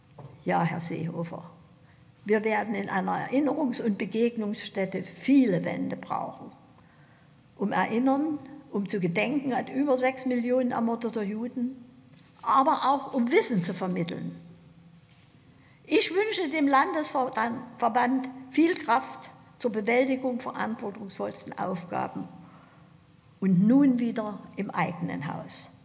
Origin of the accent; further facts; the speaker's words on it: Dresden, Saxony, Germany; fühle ich mich der jüdischen Gemeinde Dresden und meiner Heimatstadt sehr verbunden